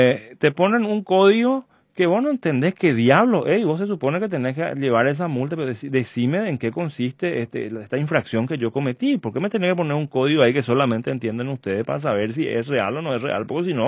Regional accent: Paraguay; yo soy un privilegiado en cuanto a la educación en este país

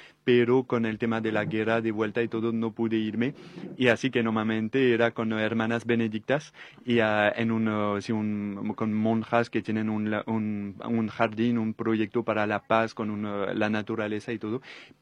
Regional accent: Paris, Île-de-France, France; Y sí, yo soy de siempre viviendo en París. Yo puedo decir soy un titi parisien, es tipo un poco el apodo de los que siempre vivieron en París.

